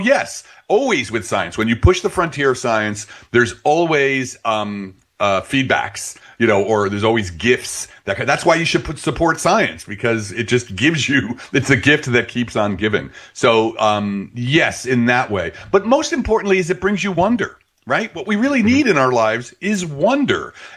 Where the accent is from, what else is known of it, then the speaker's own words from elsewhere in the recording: Belleville, New Jersey, United States; I'm from Jersey. I'm from like the Newark area. I'm up from Belleville.